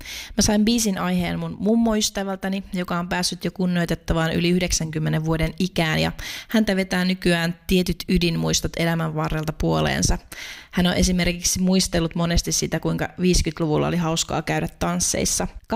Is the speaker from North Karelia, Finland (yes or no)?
no; Tampere, Pirkanmaa, Finland; terve. Mä oon tamperelainen musiikin tekijä ja mun musassa yhdistyy tarttuvat melodiat, vahva tarinankerronta ja orgaaninen bändisoundi.